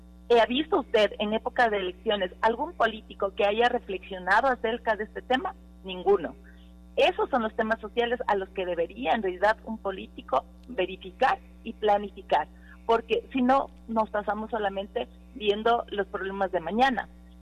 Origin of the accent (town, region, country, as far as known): Ecuador